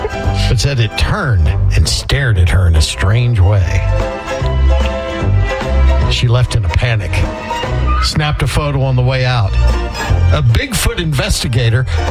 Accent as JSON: {"language": "English", "region": "Texas", "country": "United States", "tie": "born or raised there", "said": "We now go to my home state of Texas"}